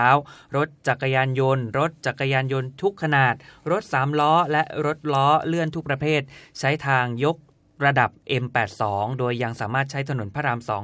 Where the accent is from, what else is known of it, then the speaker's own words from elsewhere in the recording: Surat Thani, Thailand; ยังไม่ได้ไปถึงขั้นหาดใหญ่นะครับ อยู่แบบใต้ตอนต้นนะสุราษฎร์นะครับ